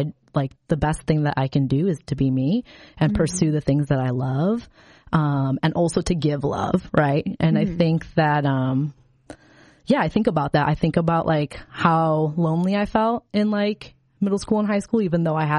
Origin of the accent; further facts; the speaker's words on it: Chicago, Illinois, United States; also born or lived in Indiana; Like I grew up in Chicago and we had moved to a very rural town in Indiana.